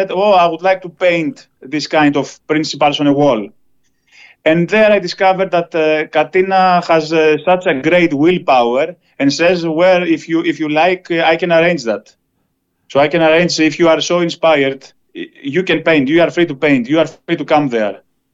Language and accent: English; Kalamata, Peloponnese, Greece; I've met them on my hometown, which is Kalamata, Greece, a southwest place in the Peloponnese, in the Mediterranean.